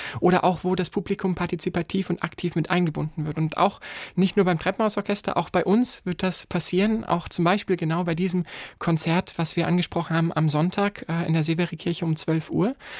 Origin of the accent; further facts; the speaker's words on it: Fulda, Hesse, Germany; weil das Fulda Festival in meiner Heimatstadt stattfindet